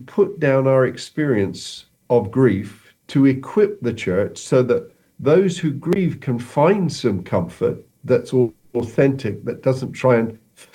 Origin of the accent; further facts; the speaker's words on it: Tanzania; also born or lived in Fareham, United Kingdom; I was born in Fareham in Hampshire. But then as a child, I grew up in what is now Tanzania, East Africa.